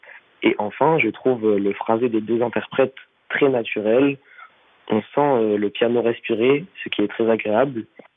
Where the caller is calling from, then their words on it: Caen, Normandy, France; j'ai 16 ans et je viens de Caen où j'étudie au conservatoire le hautbois.